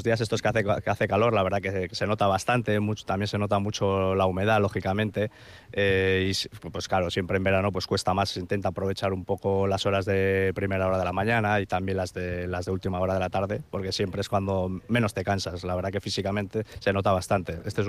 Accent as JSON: {"language": "Spanish", "region": "La Rioja", "country": "Spain", "said": "Yo en este caso soy de La Rioja"}